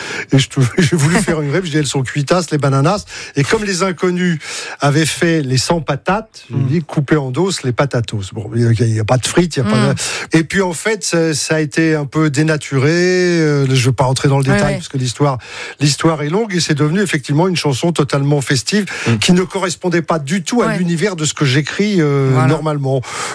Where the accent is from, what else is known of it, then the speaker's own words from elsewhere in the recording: Paris, Île-de-France, France; moi, je suis un Parigot.